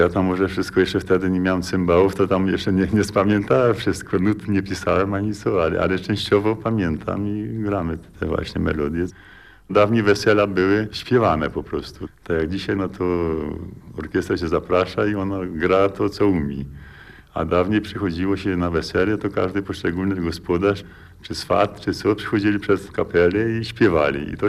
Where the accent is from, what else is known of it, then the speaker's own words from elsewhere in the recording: Albigowa, Subcarpathian Voivodeship, Poland; u nas w Albigowej